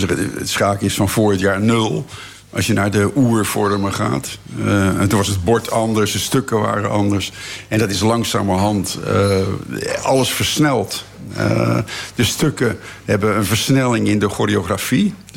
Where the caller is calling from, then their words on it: Rotterdam, South Holland, Netherlands; Ik kom uit Rotterdam.